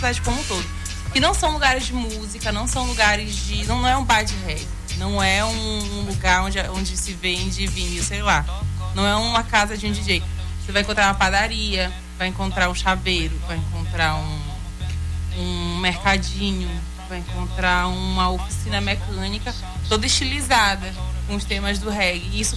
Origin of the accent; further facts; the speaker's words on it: São Luís, Maranhão, Brazil; Eu sou do bairro do Bom Milagre, aqui em São Luís do Maranhão.